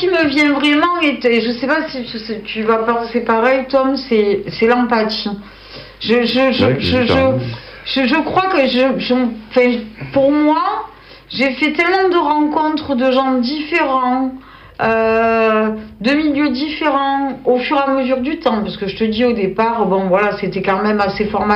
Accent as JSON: {"language": "French", "town": "Istres", "region": "Provence-Alpes-Côte d'Azur", "country": "France", "tie": "born or raised there", "said": "J'étais istrienne, je suis née à Istres, et on avait beaucoup de teufeurs à Istres, à Fos, à Aix, à Toulon, à Marseille."}